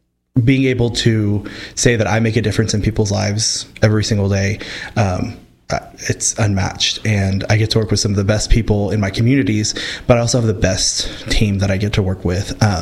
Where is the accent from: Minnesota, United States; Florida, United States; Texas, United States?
Texas, United States; Amarillo; now in Canyon, United States; So I am originally from Amarillo, Texas. Currently live in Canyon, Texas.